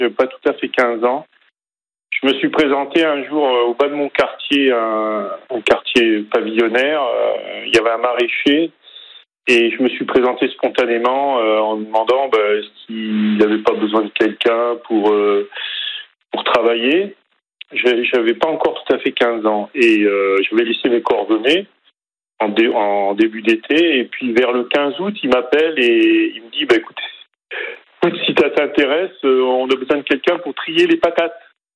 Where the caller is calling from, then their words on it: Grand Est, France; j'habite en Champagne-Ardenne et je suis actuellement en vacances à Erdeven, dans le Morbihan.